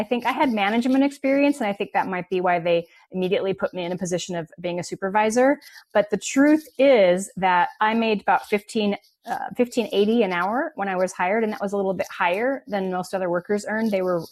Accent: Utah, United States; moved away; also born or lived in New York City; I was living in New York City at the time. I moved back to my home state of Utah

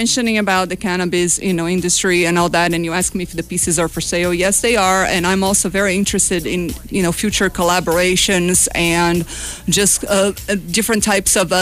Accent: Brazil; English is a second language; moved away; I'm from Brazil.

